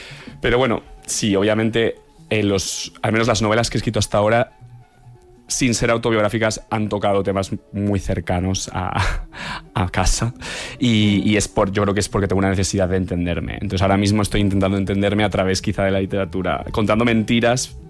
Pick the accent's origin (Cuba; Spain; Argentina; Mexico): Spain; Navarre; yo también vengo de un pueblo de Navarra